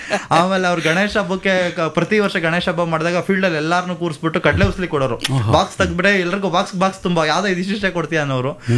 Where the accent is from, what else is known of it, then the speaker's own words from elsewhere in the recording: K. M. Doddi, Karnataka, India; now in Bengaluru, India; ಅಲ್ಲಿ ನನ್ನ ಊರು, ನಮ್ಮ ತಂದೆ ಅವ್ರ ಊರು, ನಮ್ಮ ತಂದೆ ಹುಟ್ಟು ಬೆಳೆದಂತಹ ಊರು, ಅದು ನಮ್ಮ ಅಲ್ಲಿ ತವರು ಮನೆ ತರ, ಅದರಿಂದಾಗಿ ಹಳ್ಳಿ ನೇಚರ್.